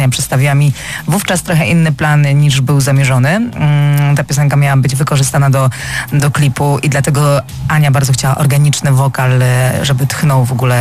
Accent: Opole, Opole Voivodeship, Poland; Ja mówię, ale jestem z Opola. A Ania mówi, ale ja też jestem z Opola. Ja mówię, no to gdzie? No ja mieszkam na Koszyku. Ja mówię, a ja na Przeszkowskie.

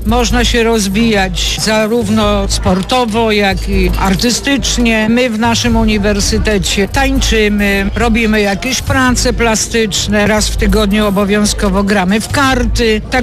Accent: Paczków, Opole Voivodeship, Poland; też jestem z Paczkowa.

